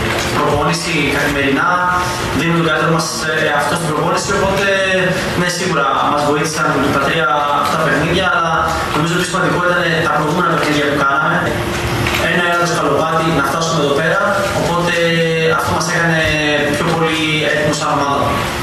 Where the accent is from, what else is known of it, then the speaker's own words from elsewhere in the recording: Northern Greece, Greece; Οπότε και εγώ, σαν παιδί της Βόρειου Ελλάδας, είμαι πάρα πολύ χαρούμενος που παίζω σχετικά στα μέρη μου.